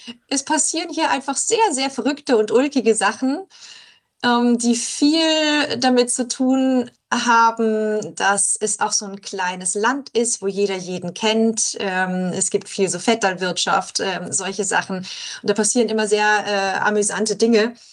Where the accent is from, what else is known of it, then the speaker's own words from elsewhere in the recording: Germany; moved away as an adult; now in Austria; ich komme halt von 50 Kilometer in die Richtung. Also es ist ja sehr uninteressant eigentlich, dass ich aus Deutschland bin